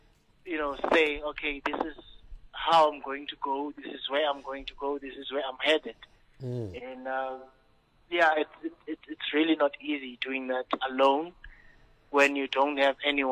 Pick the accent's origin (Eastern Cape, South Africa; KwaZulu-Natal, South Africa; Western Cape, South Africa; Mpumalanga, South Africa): Eastern Cape, South Africa; Sigisigi; and by the way, I'm from the Sigisigi, a small town in Eastern Cape. That's how they know me.